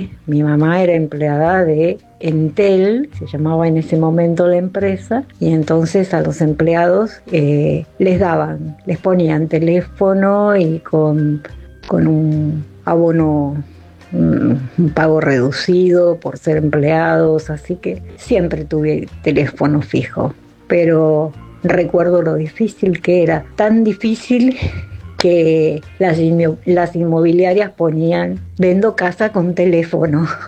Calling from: Morón, Buenos Aires Province, Argentina

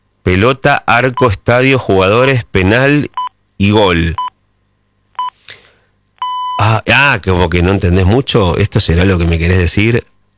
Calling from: Mendoza, Argentina; de Mendoza, gracias a Dios, una alegría para nuestra querida Argentina

